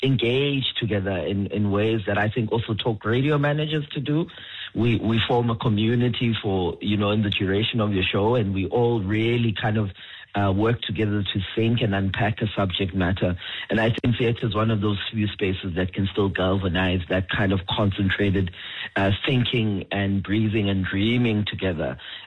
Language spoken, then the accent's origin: English; South Africa; I'm a South African and I know I'm also invested in this country